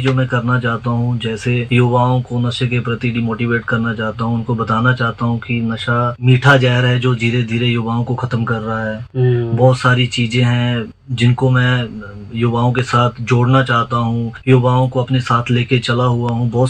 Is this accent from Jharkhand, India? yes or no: no; Narwana, Haryana, India; born there; मैंने अपनी plus two government senior school टंग नरवाना से करी हुई है, टेंथ मैंने गवर्नमेंट हाई स्कूल कस्बा नरवाना से करी हुई थी